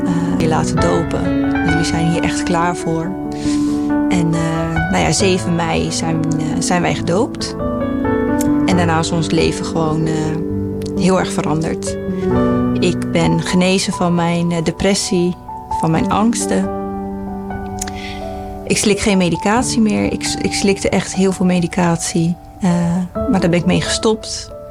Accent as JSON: {"language": "Dutch", "town": "Ridderkerk", "region": "South Holland", "country": "Netherlands", "said": "38 jaar en ik kom uit de Ridderkerk."}